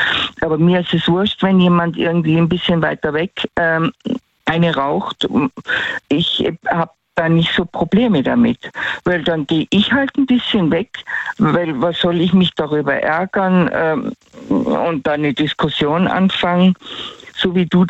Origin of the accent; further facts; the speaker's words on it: Tyrol, Austria; accent: Tyrolean; Also, ich muss meinen Tiroler Akzent drosseln, sonst verstehen wir uns falsch.